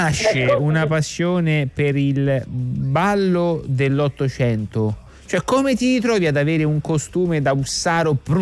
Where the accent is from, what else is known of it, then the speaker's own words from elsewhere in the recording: Rome, Lazio, Italy; Io vengo da Casal Bruciato, Roma Est. Quartiere di Roma Est.